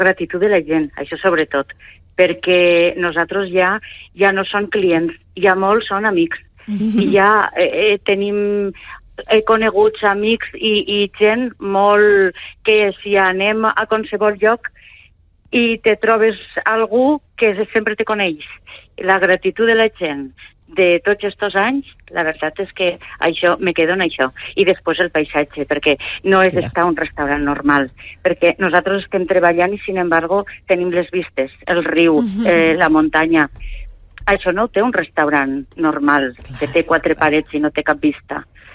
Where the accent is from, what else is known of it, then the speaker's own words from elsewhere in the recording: Morella, Valencian Community, Spain; jo soc de Morella, i jo treballava a Morella ja en restaurant.